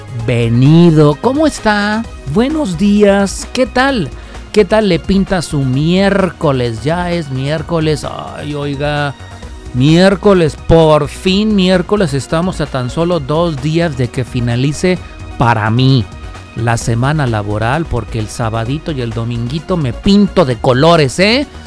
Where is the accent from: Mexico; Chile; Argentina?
Mexico; Guadalajara, Jalisco; para nosotros los tapatíos.